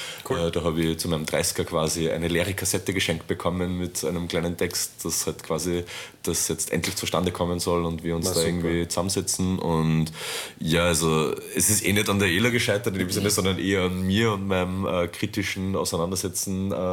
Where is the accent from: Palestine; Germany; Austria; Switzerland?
Austria; Linz, Upper Austria; also born or lived in Istanbul; ich bin in Linz aufgewachsen und in Istanbul geboren.